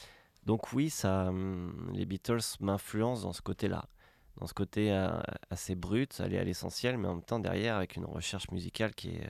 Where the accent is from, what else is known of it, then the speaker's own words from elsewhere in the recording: France; accent: French; Non, je suis pas, pas hyper bon en anglais. Tu vois, on sent que j'ai un accent français quand même.